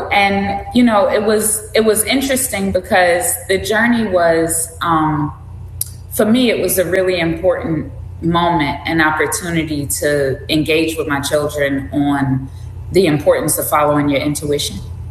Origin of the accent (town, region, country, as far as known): Philadelphia, Pennsylvania, United States; born or raised there; moved away as an adult; also born or lived in South Georgia; now in Utah, Alabama, United States